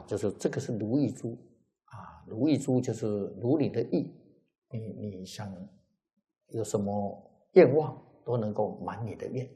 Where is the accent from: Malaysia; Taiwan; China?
China; 所以出家人啊，我们中国人啊是沙门。